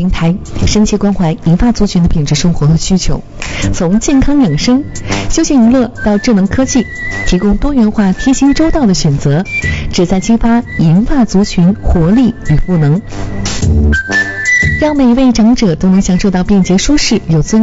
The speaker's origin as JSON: {"language": "Chinese", "town": "Yingkou", "region": "Liaoning", "country": "China", "said": "这是我们家乡的短剧，看咱们营口人怎么把家乡拍给全国看的"}